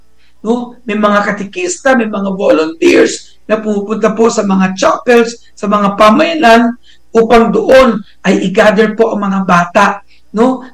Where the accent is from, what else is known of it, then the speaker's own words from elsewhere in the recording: Marilao, Central Luzon, Philippines; Ako po ay taga Marilao.